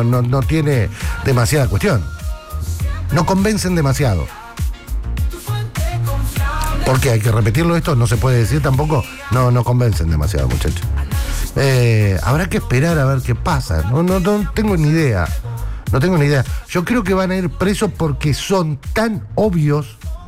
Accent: Argentina; No me priorizás como ciudadano argentino.

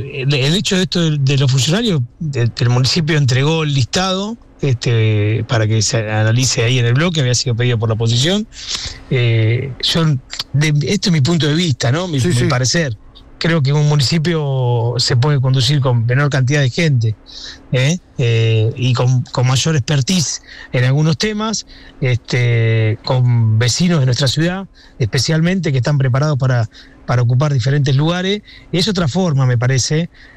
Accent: Buenos Aires Province, Argentina; nosotros somos bonaerenses y miramos lo nuestro

